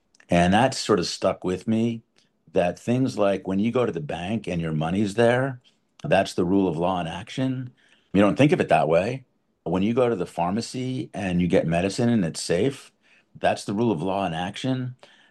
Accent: New Rochelle, New York, United States; born or raised there

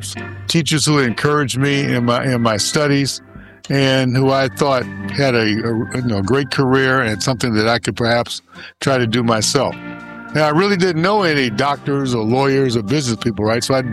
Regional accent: Chicago, Illinois, United States; also born or lived in Dominican Republic; And so that was a revelation to people I grew up with in Chicago and my family.

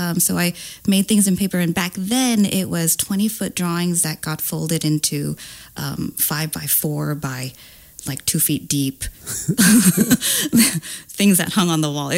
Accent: Florida, United States; born there; also born or lived in California / Tacoma / Georgia / Texas

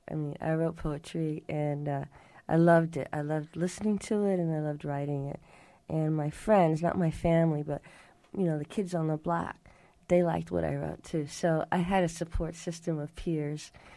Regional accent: New York City, New York, United States; also born or lived in Harlem, New York; When I was growing up in Bedford-Stuyvesant

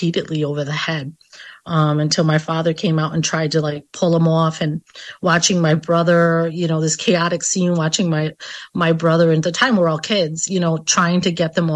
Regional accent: Pawtucket, Rhode Island, United States; you know, growing up in Pawtucket in that community, I don't think we met anybody who wasn't impacted by the criminal legal system and incarceration

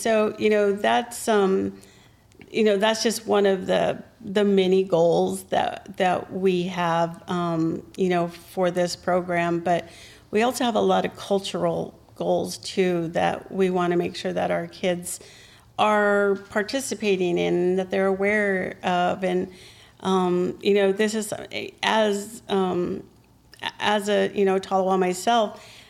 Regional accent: United States; moved away; when I grew up here, we had salmon so much that I really didn't like salmon anymore.

